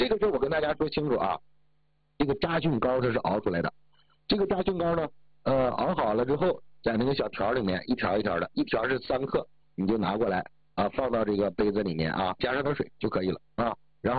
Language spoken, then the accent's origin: Chinese; China; 那这个事儿呢，跟外国人说他听不懂，我们都是中国人，中国人对这个东西啊就理解也了解。